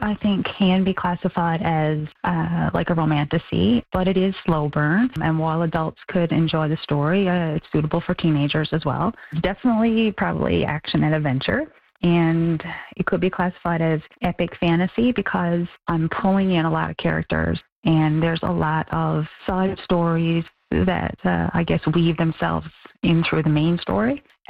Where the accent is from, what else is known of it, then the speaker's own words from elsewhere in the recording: Port Hope Simpson, Newfoundland and Labrador, Canada; my hometown, Port Hope Simpson, that's on the South Coast.